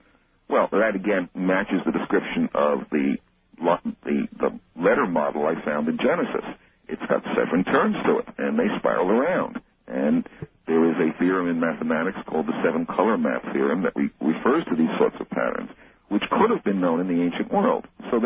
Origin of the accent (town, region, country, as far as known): Missouri, United States